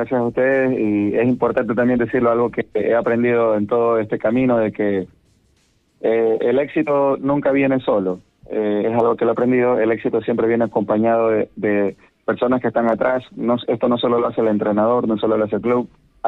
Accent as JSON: {"language": "Spanish", "town": "Portoviejo", "region": "Manabí", "country": "Ecuador", "tie": "born or raised there", "said": "soy de aquí de Puerto Viejo, nacido, criado de aquí, familia totalmente de aquí y un portovejense de cepa."}